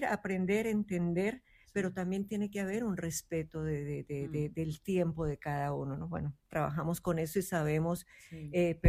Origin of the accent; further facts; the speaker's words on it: Colombia; yo estoy incluida también en el grupo de los argentinos, sí, pero yo soy colombiana, sí, sí, entonces sí, como ando con ellos